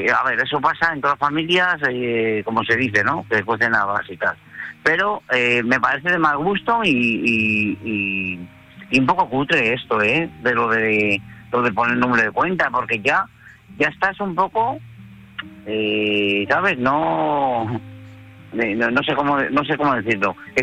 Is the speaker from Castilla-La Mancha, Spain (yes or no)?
no; Madrid, Community of Madrid, Spain